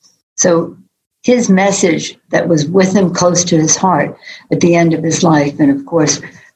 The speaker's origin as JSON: {"language": "English", "town": "Baltimore", "region": "Maryland", "country": "United States", "tie": "born or raised there", "moved": "yes", "lives_now": "San Francisco, United States", "said": "born and raised in Baltimore, now represent San Francisco"}